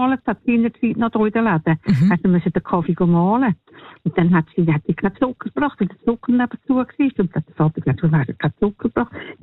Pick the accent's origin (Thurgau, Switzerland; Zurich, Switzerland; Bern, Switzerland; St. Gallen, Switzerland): Zurich, Switzerland; ich bin in Zürich aufgewachsen